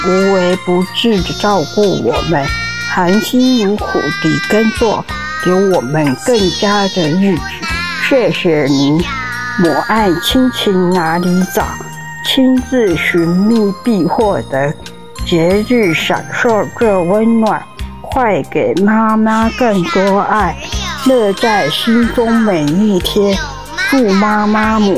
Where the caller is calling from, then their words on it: Taoyuan, Taiwan; 亲爱的听众大家好，我来自桃园， … 想对妈妈说谢谢妈妈